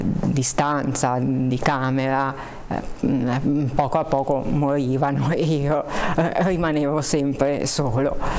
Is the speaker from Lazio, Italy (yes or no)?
yes; Rome, Lazio, Italy; also born or lived in Genoa; perché io sono nato a Genova, ma poi per motivi di lavoro di mio padre ci siamo trasferiti a Roma.